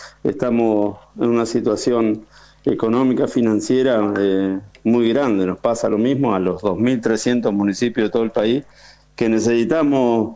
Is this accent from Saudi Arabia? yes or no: no; Argentina